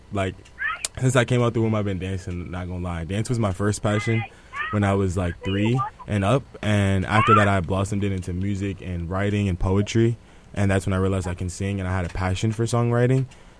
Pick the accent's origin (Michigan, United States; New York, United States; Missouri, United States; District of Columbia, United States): New York, United States; New York City; I'm from Harlem